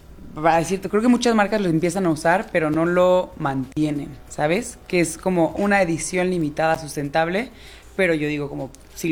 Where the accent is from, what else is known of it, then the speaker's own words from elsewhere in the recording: Mexico; que es algo que nos representa mucho como mexicanos